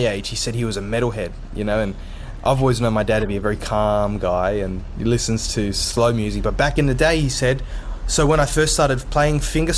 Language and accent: English; Australia; I'm from Australia